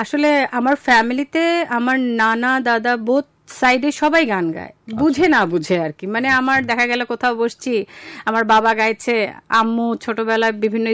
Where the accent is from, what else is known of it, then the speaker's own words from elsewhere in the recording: Dhaka, Dhaka Division, Bangladesh; আমার জন্ম ঢাকায়, আমার একেবারে সবকিছু ঢাকার মালিবাগ চৌধুরীপাড়া।